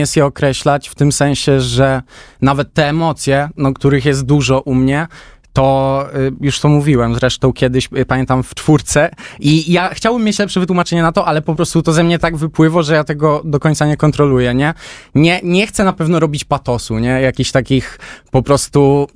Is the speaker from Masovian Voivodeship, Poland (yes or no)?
yes; Warsaw, Masovian Voivodeship, Poland; jestem z Bemowa